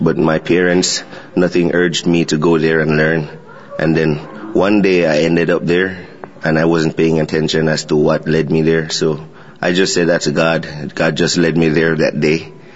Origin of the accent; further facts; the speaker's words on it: Montego Bay, Saint James, Jamaica; The first time I heard steel pans was in my hometown, called Norwood in Montego Bay.